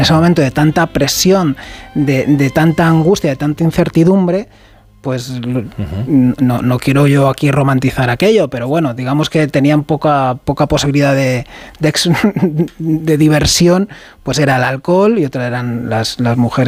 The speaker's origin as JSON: {"language": "Spanish", "country": "Spain", "said": "la sensación que tenemos como pueblo español hacia el pueblo saharaui es un sentimiento de afecto, es un sentimiento de incluso de hermandad"}